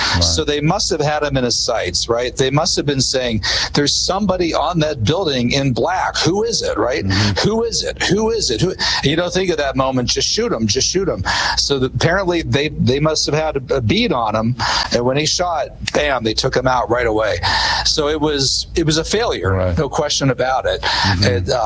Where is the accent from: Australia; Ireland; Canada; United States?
United States; Butler, Pennsylvania; I'm actually from Butler, Pennsylvania.